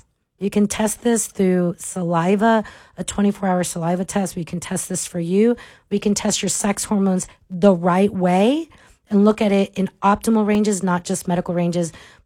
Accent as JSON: {"language": "English", "region": "Florida", "country": "United States", "said": "I'm from Florida"}